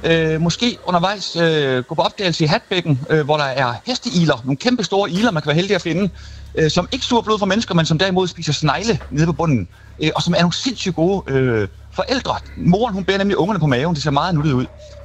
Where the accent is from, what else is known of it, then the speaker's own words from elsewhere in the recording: Hostrup, Region of Southern Denmark, Denmark; nu er I jo så heldige, så I på min hjemstavn. Jeg kommer fra en lille by, der hedder Hostrup, lige uden for Faaborg.